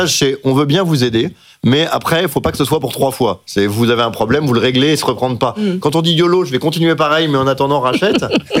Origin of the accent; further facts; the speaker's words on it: France; on est français